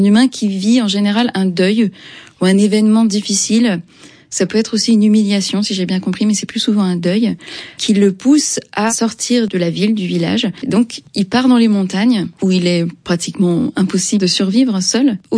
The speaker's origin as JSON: {"language": "French", "country": "France", "said": "Je suis française, je vis dans un monde dans lequel la chasse est au choix un loisir ou une industrie."}